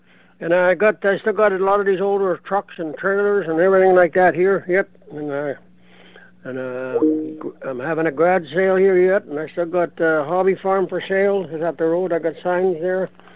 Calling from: Eriksdale, Manitoba, Canada

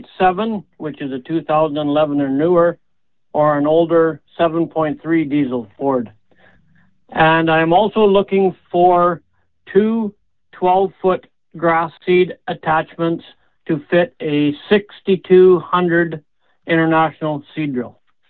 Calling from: Elm Creek, Manitoba, Canada; Calling from Elm Creek

